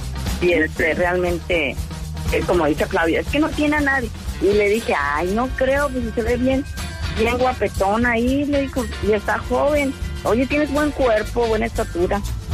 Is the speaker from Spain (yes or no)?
no; Tepatitlán, Jalisco, Mexico; Yo soy de Jalisco, de Tepatlán, Jalisco.